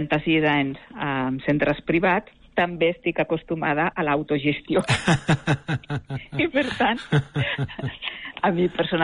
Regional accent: Catalonia, Spain; jo sóc del Vallès Oriental.

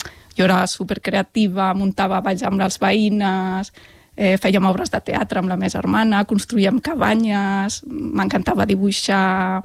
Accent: Amposta, Catalonia, Spain; Jo vaig néixer a Amposta, en poblet del Delta de l'Ebre, que no tenim família allà, però bueno, els meus pares van anar allà buscant-se la vida, com molta gent, i allà ens van acollir superbé.

